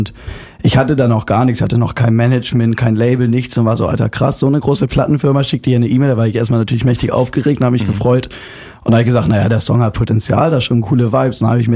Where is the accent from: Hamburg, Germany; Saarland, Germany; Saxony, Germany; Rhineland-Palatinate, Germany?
Hamburg, Germany; born there; now in Mecklenburg-Vorpommern, Germany; Ich bin in Hamburg geboren, aber wohne in MacPom. Direkt quasi am Meer.